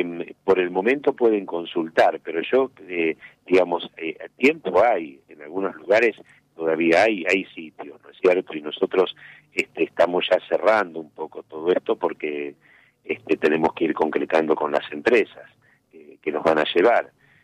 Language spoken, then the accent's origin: Spanish; Argentina; en nuestra patria y como argentinos.